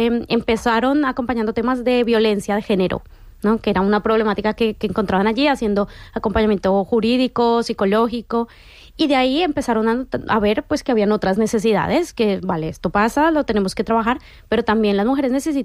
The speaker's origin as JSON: {"language": "Spanish", "country": "Colombia"}